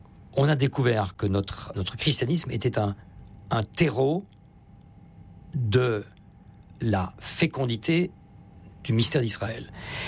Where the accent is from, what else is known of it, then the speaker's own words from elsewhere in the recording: Grand Est, France; et notamment le Vendredi Saint chez nous en Alsace qui est férié